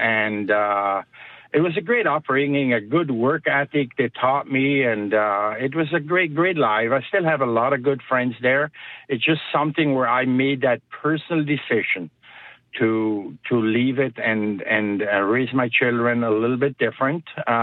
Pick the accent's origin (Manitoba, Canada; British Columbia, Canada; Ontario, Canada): Manitoba, Canada; My dad, where I grew up most of my life in Christmas Ring Colony. I was born in St. Pierre.